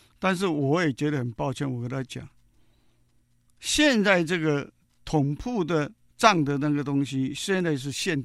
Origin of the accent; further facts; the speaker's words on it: Taiwan; 首里就是我们台湾人经常去旅游的琉球的首都那霸